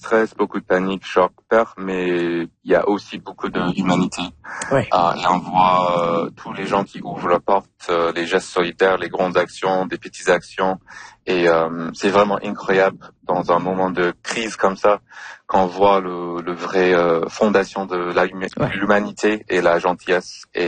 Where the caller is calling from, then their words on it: British Columbia, Canada; moi, je suis à Carmias, donc à une trentaine de kilomètres de Penticton. Je passe à Penticton, je vis à Carmias.